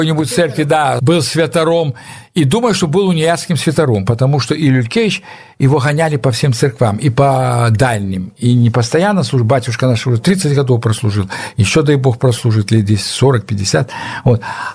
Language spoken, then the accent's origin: Russian; Vawkavysk, Grodno Region, Belarus; born or raised there; Russian is a second language; moved away as an adult; now in Moscow, Russia